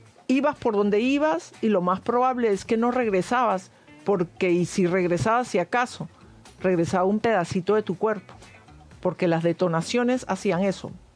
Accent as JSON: {"language": "Spanish", "country": "Peru", "moved": "yes"}